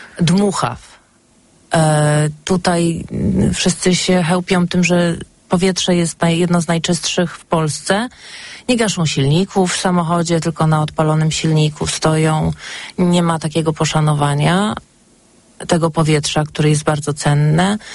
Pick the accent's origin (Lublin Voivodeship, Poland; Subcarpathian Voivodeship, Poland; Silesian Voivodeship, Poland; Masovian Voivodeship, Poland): Masovian Voivodeship, Poland; Pionki; also born or lived in Radom / Warsaw; Generalizuję, że jestem z Mazowsza, dlatego że mieszkałam w Pionkach. Znaczy urodziłam się pod Radomiem, mieszkałam dużo w Pionkach, uczyłam się w Radomiu, mieszkałam w Warszawie